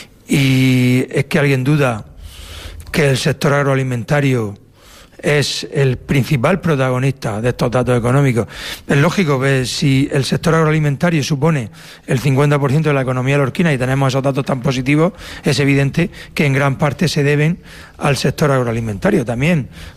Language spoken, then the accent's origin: Spanish; Spain; somos españoles, somos tan españoles aquí como los de Santander, o como los de Burgos, o como los de Cádiz, o como los de Barcelona.